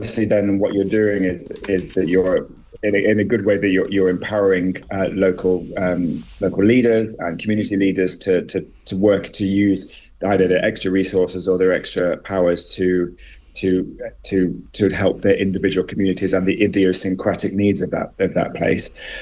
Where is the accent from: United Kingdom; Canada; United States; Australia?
United Kingdom; East Midlands; my hometown in North Nottinghamshire